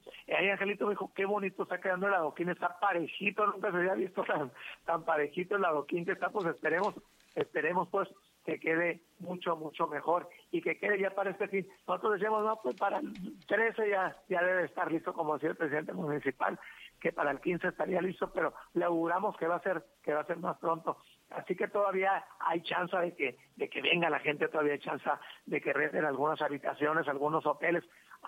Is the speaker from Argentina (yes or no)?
no; Tehueco, Sinaloa, Mexico; Soy indio de Tehueco y me siento muy orgulloso de mis raíces.